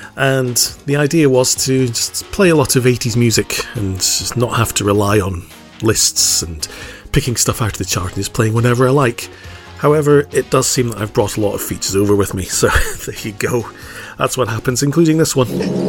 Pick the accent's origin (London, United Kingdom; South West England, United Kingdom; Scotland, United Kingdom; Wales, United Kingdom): Scotland, United Kingdom; but I'm Scottish.